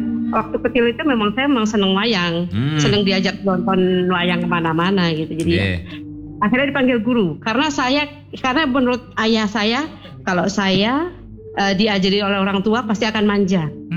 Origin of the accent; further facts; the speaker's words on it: Jakarta, Indonesia; first language Indonesian; Saya benar-benar orang Jakarta asli. Maksudnya lahirnya di Jakarta. Yeah. Apa namanya, lingkungan pun Jakarta semua. Mm-hmm. Jadi Betawi.